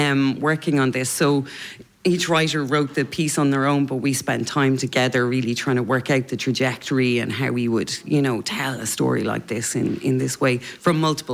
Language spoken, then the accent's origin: English; Kilkenny, Leinster, Ireland; I'm from Kilkenny, so I grew up with this story.